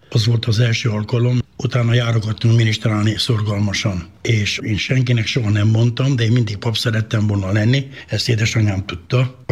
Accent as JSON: {"language": "Hungarian", "town": "Timișoara", "region": "Timiș County", "country": "Romania", "tie": "born or raised there", "lives_now": "Kisoda, Romania", "said": "Rónácon születtem, munkás családból."}